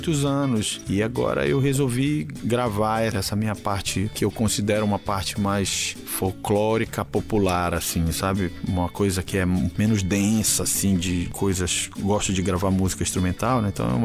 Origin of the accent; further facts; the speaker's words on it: Cametá, Pará, Brazil; da nossa região, da minha região, que é a região do Baixo Tocantins, né, que eu sou de Cametá.